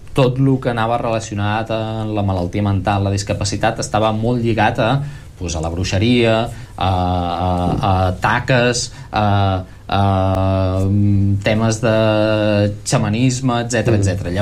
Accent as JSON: {"language": "Catalan", "town": "Tordera", "region": "Catalonia", "country": "Spain", "tie": "born or raised there", "said": "Jo sóc fill de Tordera"}